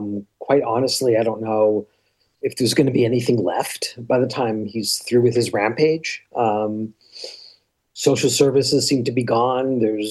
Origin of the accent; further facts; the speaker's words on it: New Jersey, United States; No, we're both New Jerseyites originally. She's from North Jersey. I'm from South Jersey. We cover the state.